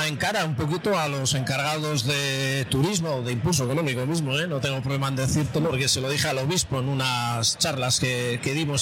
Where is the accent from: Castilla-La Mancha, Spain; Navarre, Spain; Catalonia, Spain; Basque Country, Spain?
Basque Country, Spain; Buenos somos los vascos para la hora de comer